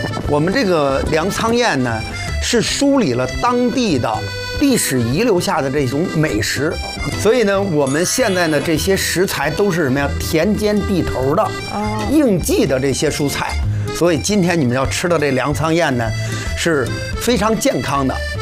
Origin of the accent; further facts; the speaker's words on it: Northeast China, China; 我们东北叫